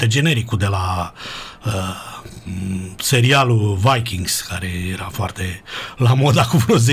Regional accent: Romania

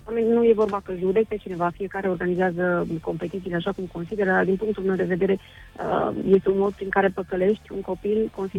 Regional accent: Bârlad, Vaslui County, Romania; moved away; organizez această competiție în orașul natal, la Bârlad, din respect și cunoștință, odată sigur pentru orașul în care m-am născut

